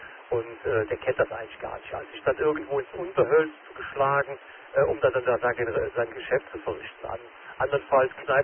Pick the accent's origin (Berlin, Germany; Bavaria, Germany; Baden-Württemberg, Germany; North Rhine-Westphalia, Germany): North Rhine-Westphalia, Germany; Aachen; born there; now in Herzogenrath, Germany; Ich komme gebürtig aus Aachen, wohne allerdings in Herzogenrath.